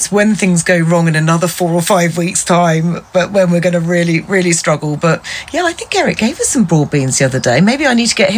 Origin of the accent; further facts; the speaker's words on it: England, United Kingdom; everyone loves being English and talking about the weather